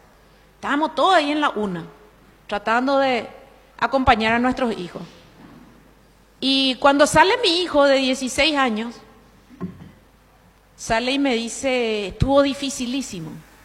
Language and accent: Spanish; Paraguay; ¿Qué es lo que nosotros nos damos cuenta con esto como paraguayos?